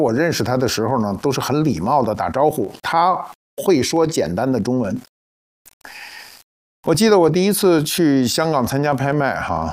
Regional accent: China

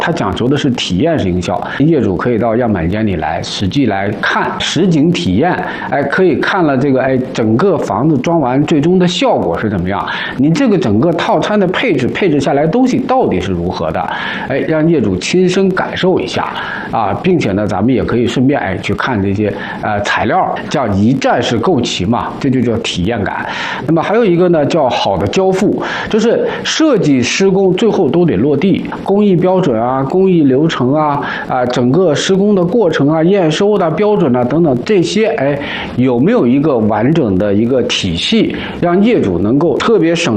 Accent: Beijing, China; 咱们北京人买东西都讲求看老字号。

